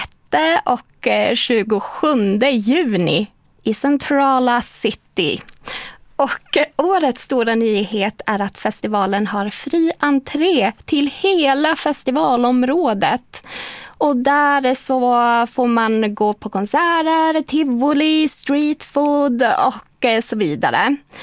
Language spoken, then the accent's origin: Swedish; Karesuando, Norrbotten County, Sweden; Och vi börjar i mina hemtrakter i Karesuando.